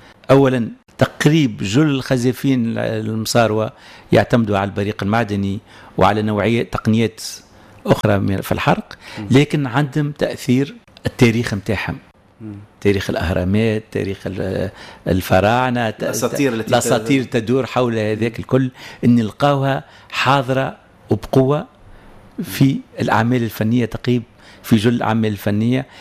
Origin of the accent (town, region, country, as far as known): Tunisia